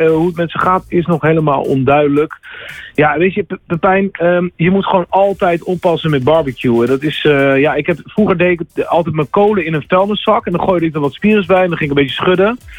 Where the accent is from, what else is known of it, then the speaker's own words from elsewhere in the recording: Netherlands; wij Nederlanders gewoon niet heel erg gewend zijn aan deze hoge temperaturen.